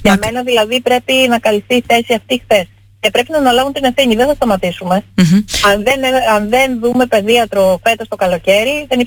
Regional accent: Ithaca, Ionian Islands, Greece

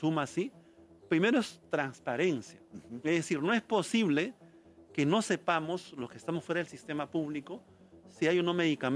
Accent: Peru; somos nosotros los peruanos

